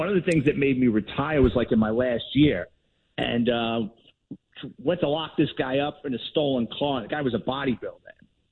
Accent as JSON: {"language": "English", "town": "New York City", "region": "New York", "country": "United States", "tie": "born or raised there", "said": "growing up in the Bronx"}